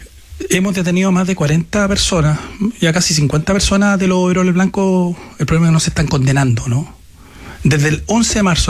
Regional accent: Araucanía, Chile; moved away

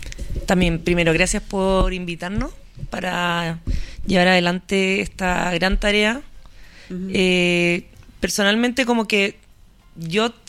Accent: Santiago, Santiago Metropolitan Region, Chile; born there; also born or lived in Valdivia; yo llegué muy chica, creo que eran 16 días de... Sí. Nací en Valdivia, me fueron a buscar para allá directo y llegué directo a esta familia gigante. Pasamos por Talca a ver a mi tío y después seguimos directo a Santiago

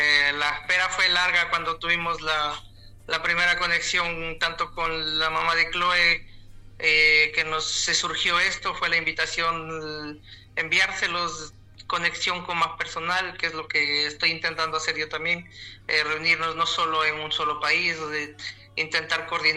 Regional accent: Quito, Pichincha, Ecuador; Yo soy de Quito

